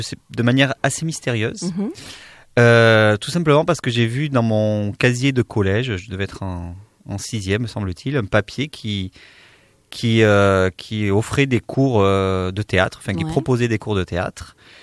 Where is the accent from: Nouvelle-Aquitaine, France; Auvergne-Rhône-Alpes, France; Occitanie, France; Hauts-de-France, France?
Nouvelle-Aquitaine, France; Tarnos; born there; also born or lived in Anglet; je viens d'Anglette, parce que la compagnie est basée en Anglette, mais j'habitais à l'époque et de nouveau j'habite à Tarnos, donc on est dans les Landes.